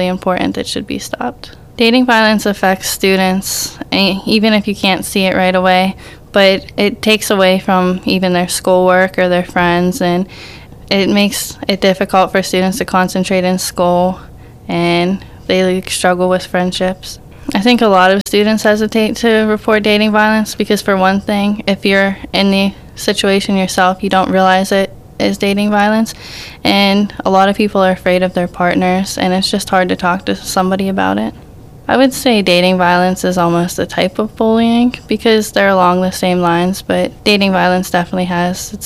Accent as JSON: {"language": "English", "region": "Pennsylvania", "country": "United States", "said": "I'm 16 from South Allegheny."}